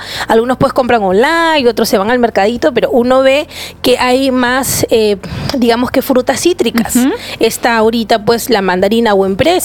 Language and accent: Spanish; Peru